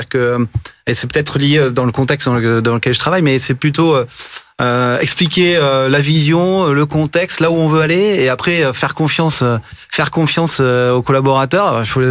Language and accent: French; Toulouse, Occitanie, France; je suis de Toulouse